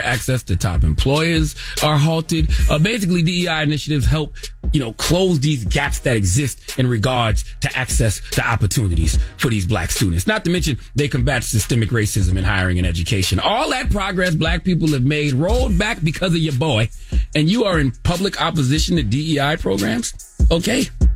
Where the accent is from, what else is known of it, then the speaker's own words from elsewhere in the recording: South Carolina, United States; Drop on the clues bombs from my home state of South Carolina.